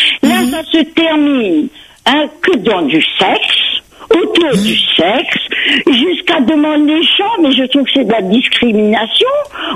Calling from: Réunion; je suis réunionnaise.

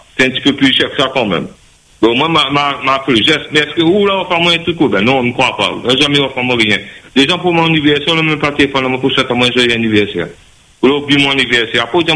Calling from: Saint-Denis, Réunion; mais je suis à Saint-Denis.

